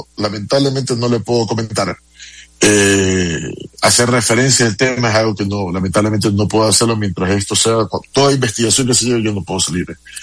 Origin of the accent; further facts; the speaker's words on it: Ecuador; no lo digo solamente como ministro de Ecuador, lo digo como ciudadano ecuatoriano